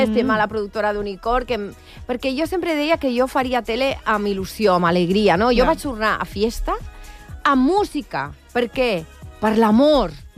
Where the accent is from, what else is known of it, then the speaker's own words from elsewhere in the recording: Salou, Catalonia, Spain; also born or lived in Barcelona; jo vaig néixer al Vall d'Hebron, i en 4 dies, un 15 de desembre del 71, el meu pare, amb el 850, vam anar a Salou a viure.